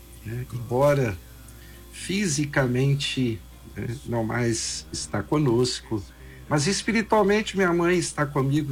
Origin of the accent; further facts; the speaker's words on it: Juiz de Fora, Minas Gerais, Brazil; born there; Eu nasci na maternidade Santa Terezinha, em Juiz de Fora, antiga maternidade Santa Terezinha, em Juiz de Fora.